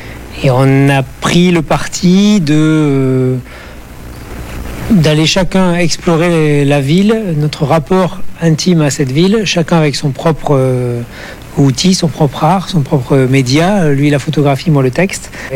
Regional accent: Nouvelle-Aquitaine, France; moved away as an adult; now in Bordeaux, France; Je vis à Bordeaux depuis 17 ans, mais j'y ai vécu mes études. Alors je suis originaire de Dordogne

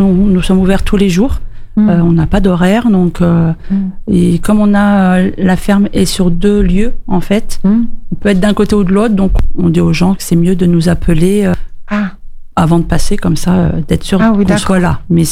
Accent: Normandy, France; moved away as an adult; now in Dordogne, France; Voilà, moi, je suis originaire de l'Eure et ça fait 5 ans que je suis en Dordogne.

